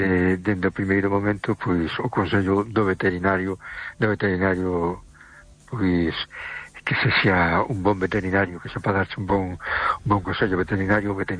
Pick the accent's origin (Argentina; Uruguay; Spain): Spain; A Coruña, Galicia; Hola, buenas noches, Esther. … de Coruña.